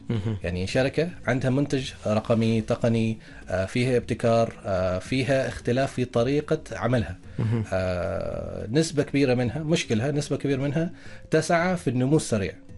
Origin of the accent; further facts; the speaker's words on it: Oman; لنا نحن كعمانيين